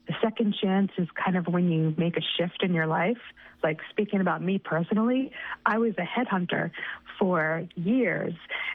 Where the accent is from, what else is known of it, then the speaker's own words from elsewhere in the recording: Massachusetts, United States; I grew up on Cape Cod, which is a beautiful place. I've written some books set there too.